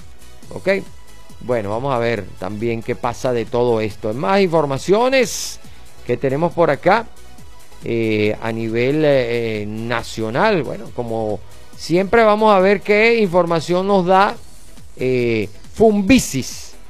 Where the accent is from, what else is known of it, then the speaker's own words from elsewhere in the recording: Venezuela; Mi pueblo, mi Venezuela.